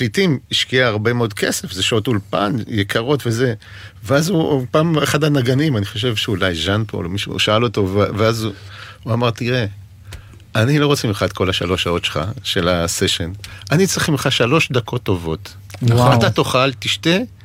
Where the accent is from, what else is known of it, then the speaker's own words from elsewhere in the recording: Brazil; אני שמעתי את השיר, אולי בגלל שגדלתי בברזיל